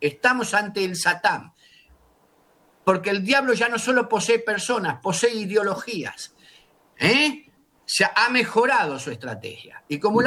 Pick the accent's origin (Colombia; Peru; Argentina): Argentina; yo que vengo de la Argentina